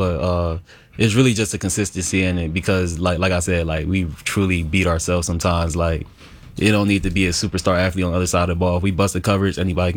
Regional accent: New Jersey, United States; I'm from South Jersey. I'm from 2.5 hours south.

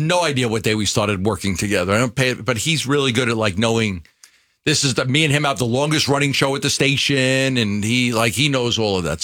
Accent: New York, United States; born or raised there

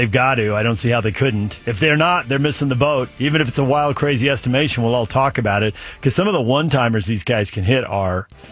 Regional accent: San Diego, California, United States; now in Davis County, Utah, United States; growing up in San Diego, I did.

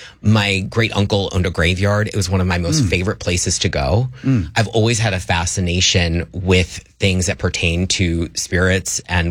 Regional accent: Ohio, United States; I grew up in Ohio in a conservative family.

